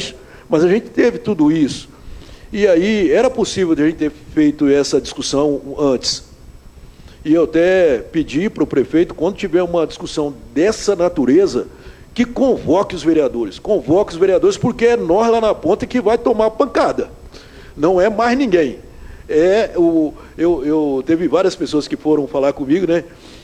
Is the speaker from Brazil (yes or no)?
yes; Brazil; born or raised there